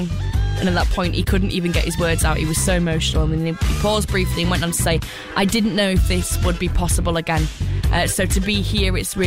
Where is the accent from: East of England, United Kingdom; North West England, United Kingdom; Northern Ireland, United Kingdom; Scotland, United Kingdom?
Scotland, United Kingdom; I'm Scottish. Most of you guys are English.